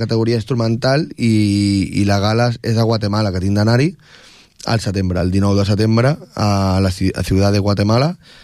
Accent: Tordera, Catalonia, Spain; also born or lived in Barcelona; A Barcelona, que és on soc de Tordera, però de Barcelona, i també els meus estudis els he fet a Barcelona

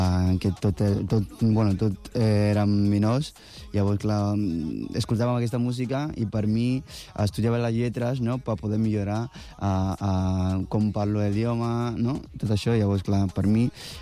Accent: Kumasi, Ashanti, Ghana; Catalan is a second language; moved away; Sí, jo soc d'un poble de Ghana que es diu Kumasi, i dintre d'aquest poble, doncs, el nostre dia a dia era, doncs, aixecar-se al matí, entre setmana, vas a l'escola...

